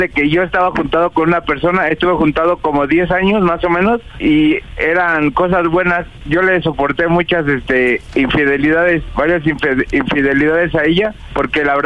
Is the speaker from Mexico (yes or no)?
yes; Mexico City, Mexico